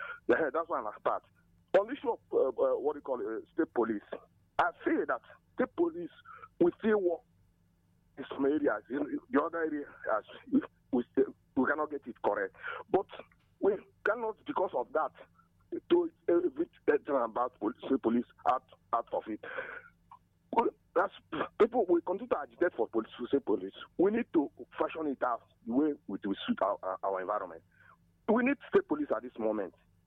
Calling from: Enugu, Enugu State, Nigeria; I'm calling from Enugu.

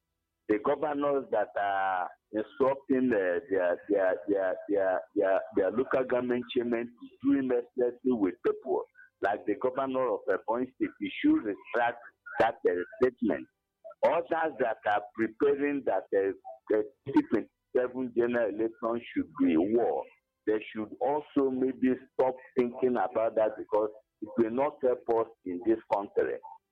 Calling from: Enugu State, Nigeria; I'm calling from Apani, Kenugu.

